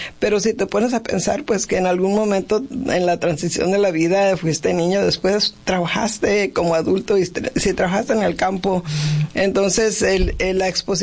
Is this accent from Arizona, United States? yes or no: yes; Yuma, Arizona, United States; anteriormente hasta nos enorgullecíamos de decir, ay, soy de Yuma y yo aguanto todo